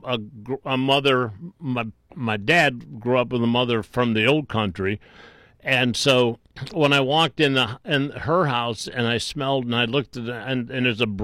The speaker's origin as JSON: {"language": "English", "town": "Willowick", "region": "Ohio", "country": "United States", "tie": "born or raised there", "said": "I grew up in Willowick."}